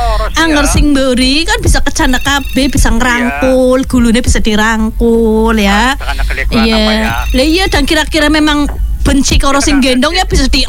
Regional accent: Tegal, Central Java, Indonesia; Ya kita kan orang Tegal ya. Orang Tegal kan ya.

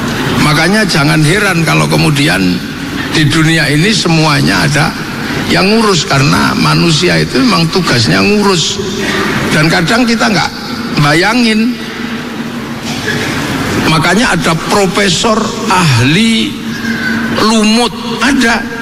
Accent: Yogyakarta, Special Region of Yogyakarta, Indonesia; Saya juga mau nyampaikan pantun tapi pakai bahasa Jawa karena saya orang Jogja.

